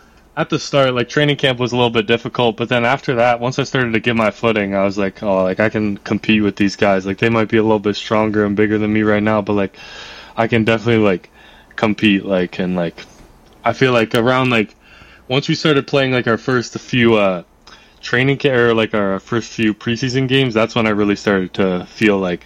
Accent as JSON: {"language": "English", "town": "Thorndale", "region": "Ontario", "country": "Canada", "tie": "born or raised there", "said": "Like I'm a London guy, so I'm born and raised in Thorndale, just outside of London."}